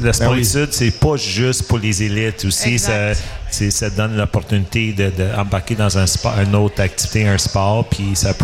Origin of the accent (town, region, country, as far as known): Quebec, Canada; now in Montreal, Canada